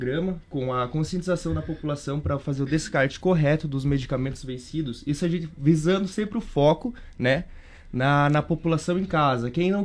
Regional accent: Chapecó, Santa Catarina, Brazil; eu sou nascido em Chapecó

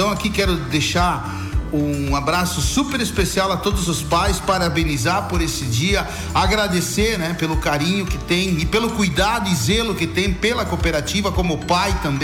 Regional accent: Brazil

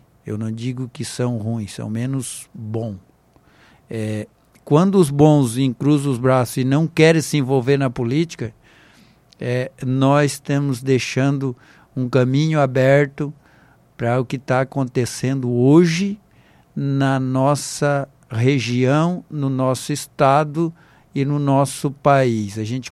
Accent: Brazil; nós que somos brasileiros

